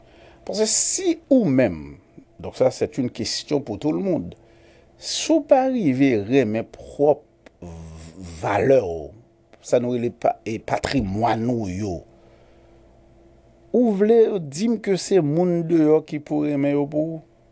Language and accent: French; Haiti; On se dit on est haïtien, tout simplement parce qu'on est né en Haïti.